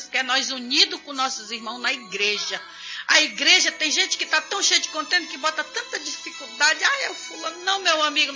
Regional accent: Manaus, Amazonas, Brazil; Eu estou puxando para a minha terra, né? E a meu Manaus é uma cidade maravilhosa.

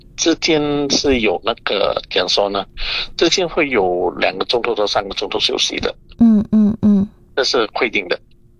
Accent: Singapore; 希望我们新加坡人可以 upgrade 我们自己嘛

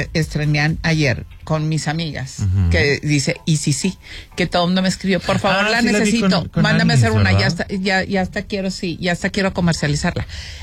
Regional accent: Mexico; No hay necesidad, y seguimos siendo mexicanos

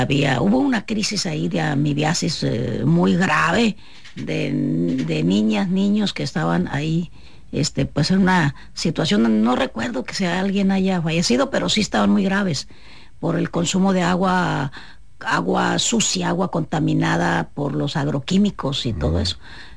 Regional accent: Aguacaliente de Cebada, Sinaloa, Mexico; born there; Yo nací en un pueblo de la sierra de Sinaloa que se llama Aguacaliente de Cebada.

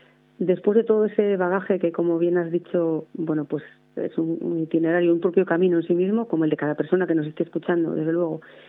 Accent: Santiago de Compostela, Galicia, Spain; born there; Pero que sepas que en esa hibridación nací en Santiago de Compostela en un año jubilar lebaniego.

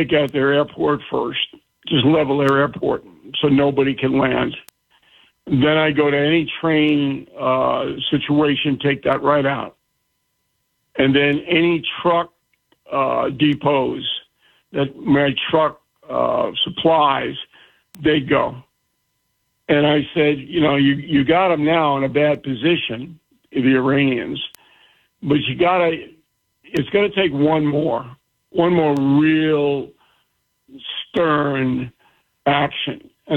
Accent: Levittown, United States; So, you know, I'm from Levittown. I'm an American.

